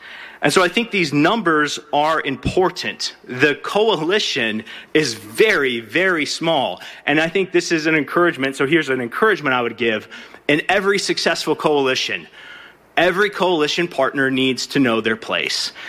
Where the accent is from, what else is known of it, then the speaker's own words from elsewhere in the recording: United States; me as an American Christian patriot.